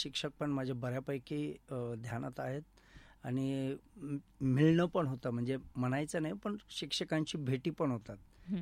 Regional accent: Ahmednagar, Maharashtra, India; मूळचा नगरचा आणि माझं बालपण पण अहमदनगरमध्येच.

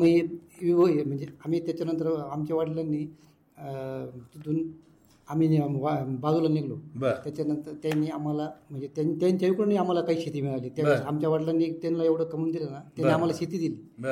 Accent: Maharashtra, India; तिथं आमचा जन्म वगैरे सगळं तिथेच झाला.

